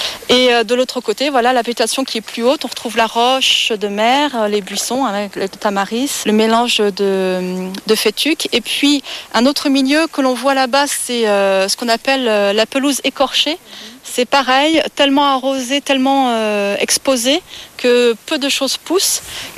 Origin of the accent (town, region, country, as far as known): Pornichet, Pays de la Loire, France